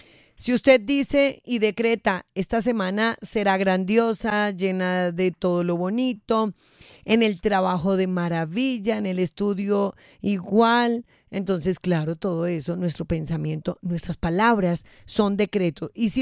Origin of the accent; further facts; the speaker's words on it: Colombia; en este bello país donde somos colombianos maravillosos